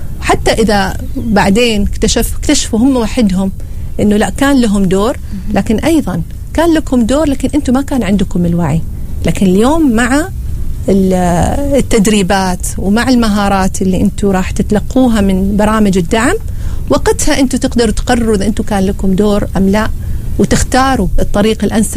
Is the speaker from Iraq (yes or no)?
no; Oman; إحنا هنا عندنا في عمان